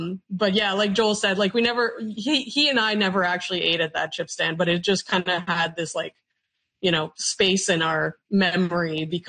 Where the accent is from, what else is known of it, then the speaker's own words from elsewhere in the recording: Sudbury, Ontario, Canada; moved away; Cause I'm originally from Sudbury.